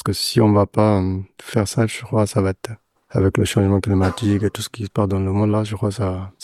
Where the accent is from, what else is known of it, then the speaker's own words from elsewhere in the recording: Sudan; moved away as an adult; now in France; j'ai 35 ans, je viens de Soudan.